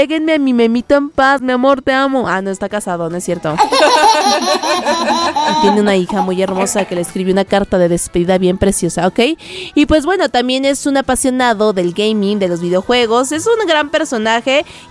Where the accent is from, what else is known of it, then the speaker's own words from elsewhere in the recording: Mexico; a mí como mexicana, como persona que ha crecido de la mano de este señorón Guillermo Ochoa